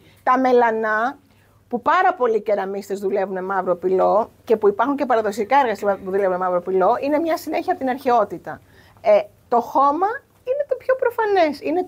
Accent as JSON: {"language": "Greek", "town": "Skiathos", "region": "Thessaly", "country": "Greece", "said": "Επειδή πρόσφατα γύρισα τώρα από τη Σκιάθο και είμαι από τη Σκιάθο, ήμουν στα Γιάννενα."}